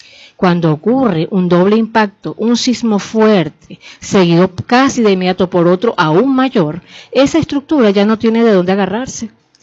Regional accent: Venezuela; nos involucra a todos como venezolanos porque vivimos en suelos sísmicos

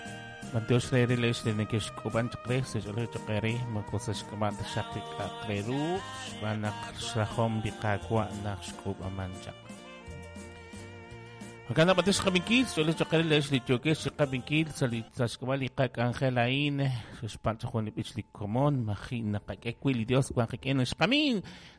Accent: Petén, Guatemala; soy de Petén

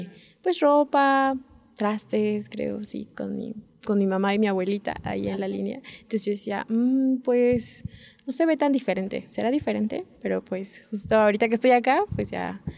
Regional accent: Frontera Comalapa, Chiapas, Mexico; por mi origen, de donde vengo, en Frontera Comalapa, pues estamos justamente como un poquito pegados, no a ustedes, pero sí a Guatemala. Entonces, pues sí tenía como el conocimiento de algunas palabras, como que en Chiapas, en la gran mayoría de Chiapas no se conocen

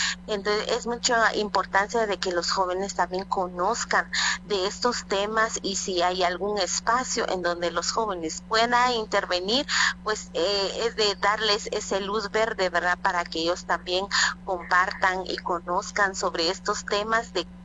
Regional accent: Santiago Atitlán, Sololá, Guatemala; yo vengo de Santiago Atitlán.

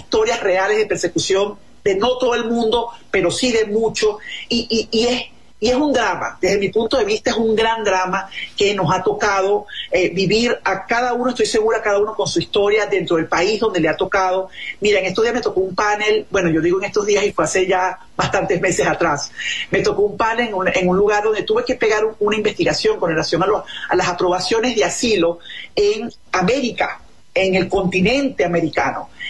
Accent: Venezuela; moved away as an adult; now in United States; hablo mucho de la experiencia como venezolana, ¿no? Más allá de la migrante que está en los Estados Unidos, es como venezolana

